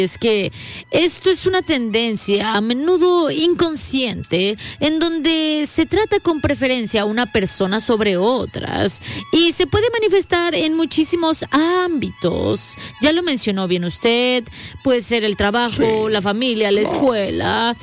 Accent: León, Guanajuato, Mexico; soy de León, Guanajuato.

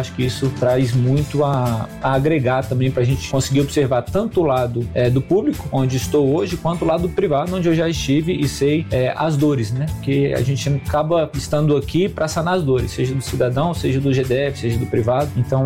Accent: Brasília, Federal District, Brazil; Bom, eu sou nascido e criado aqui, fui criado na Asa Sul, na 306 Sul, então convivi muito ali no plano W3

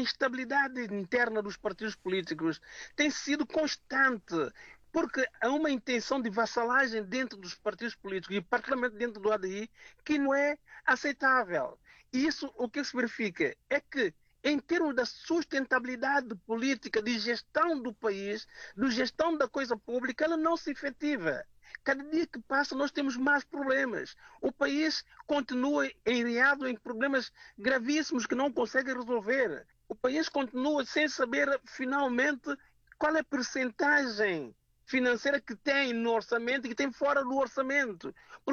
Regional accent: São Tomé & Príncipe; now in Lisbon, Portugal

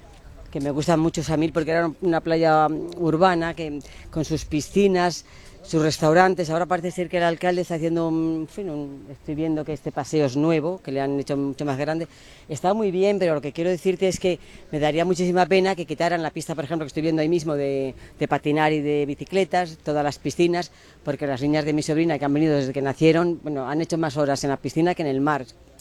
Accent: Pollos, Castile and León, Spain; De Valladolid. Bueno, en realidad te voy a decir, yo soy de Pollos, un pueblo de la provincia de Valladolid.

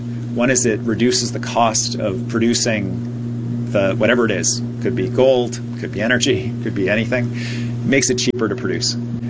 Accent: British Columbia, Canada; significant in terms of the economic impact for Americans and for Canadians, and we benefit from it as British Columbians.

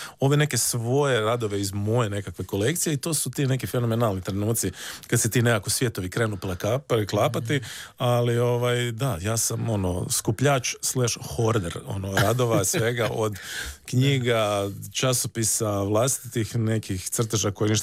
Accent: Sisak, Sisak-Moslavina County, Croatia; ja sam odrastao na Zibelu, koji je onako vrlo prekrasan dio Siska

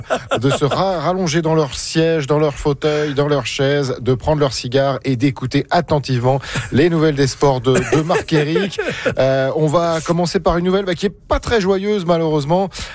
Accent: France; On dit chez moi en France

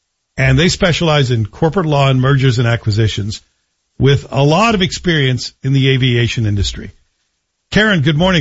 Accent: Canada; Well, that makes total sense to me, and as a passenger and as a Canadian, I'm in.

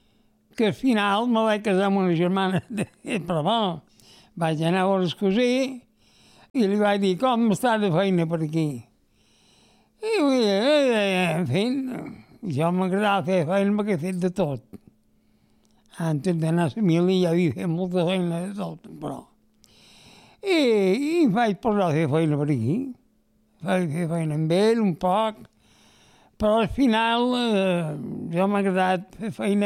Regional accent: Alcúdia, Balearic Islands, Spain; born there; moved away as an adult; now in Ferreries, Spain; vaig néixer a Alcúdia, 1922, 22 de març.

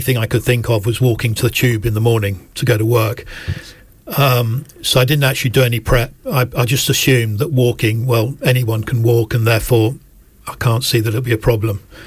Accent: Scotland, United Kingdom; born there; also born or lived in North of England; now in London, United Kingdom; So home is in London, but I was born in Scotland, and I lived for quite a long time in the north of England.

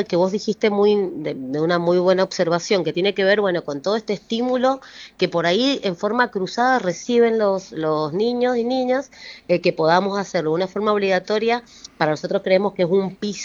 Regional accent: Mendoza, Argentina; nosotros como mendocinos incentivando este proyecto.

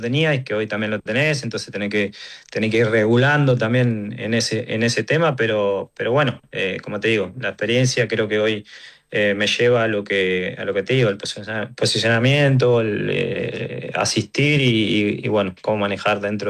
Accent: Argentina

